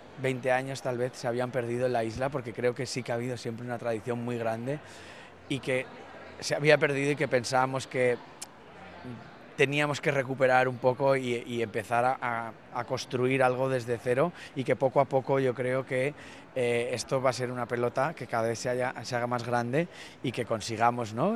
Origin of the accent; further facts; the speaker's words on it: Madrid, Community of Madrid, Spain; Soy de Madrid, de Madrid.